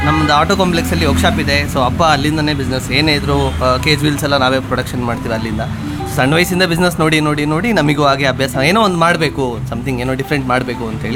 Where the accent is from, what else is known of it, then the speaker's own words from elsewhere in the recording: Shivamogga, Karnataka, India; ನಾನು ಶಿವಮೊಗ್ಗದವನೇ. ನಾನು ಇಲ್ಲಿ ಜೆ ಎನ್ ಎನ್ ಸಿಯಲ್ಲಿ ಮೆಕ್ಯಾನಿಕಲ್ ಇಂಜಿನಿಯರಿಂಗ್ ಮಾಡಿ